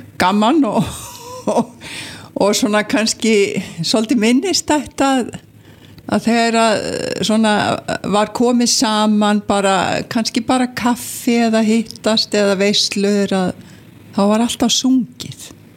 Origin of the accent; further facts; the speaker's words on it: Skagafjörður, Northwestern Region, Iceland; also born or lived in Sauðárkrókur; ég fætt á Sauðakrók og ólst upp í Skagafirðinum sem barn og unglingur og bara með mínu fólki, stórum systkinahóp og afi og amma á næsta bæ.